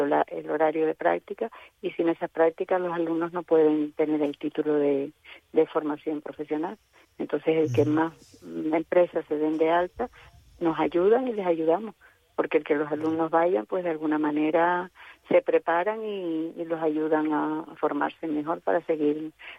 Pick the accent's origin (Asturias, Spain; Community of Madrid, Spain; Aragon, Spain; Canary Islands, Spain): Canary Islands, Spain